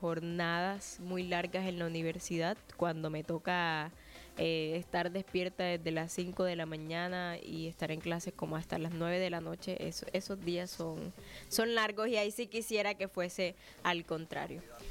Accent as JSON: {"language": "Spanish", "town": "Bijao", "country": "Colombia", "tie": "born or raised there", "moved": "yes", "said": "en mi pueblo descansando, en Bijao"}